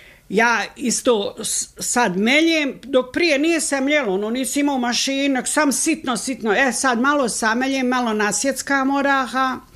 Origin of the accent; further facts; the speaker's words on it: Vogošća, Federation of Bosnia and Herzegovina, Bosnia & Herzegovina; ja sam inače i rodom iz Vogošće, a u Vogošći ovdje sam se i udata.